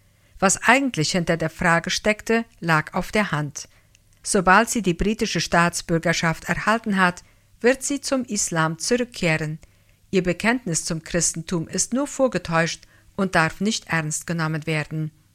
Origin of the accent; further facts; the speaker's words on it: Pakistan; moved away; Eines Tages werde ich, so Gott will, nach Pakistan zurückkehren. Ich liebe meine Heimat